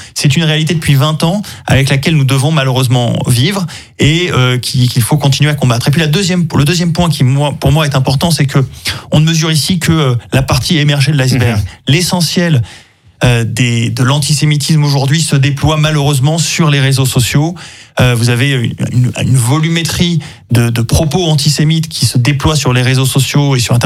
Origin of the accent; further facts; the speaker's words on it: Toulouse, Occitanie, France; born there; also born or lived in Montpellier; je suis né à Toulouse, j'ai vécu également deux ans enfant à Montpellier